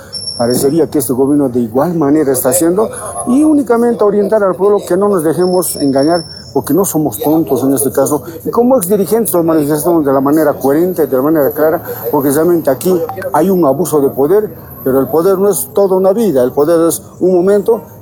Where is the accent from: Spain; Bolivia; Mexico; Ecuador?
Bolivia; la independencia de poder que tenemos como bolivianos